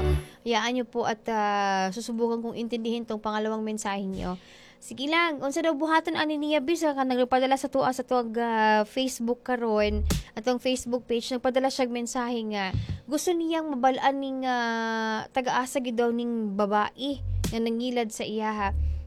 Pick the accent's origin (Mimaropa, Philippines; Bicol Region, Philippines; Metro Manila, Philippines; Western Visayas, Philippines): Western Visayas, Philippines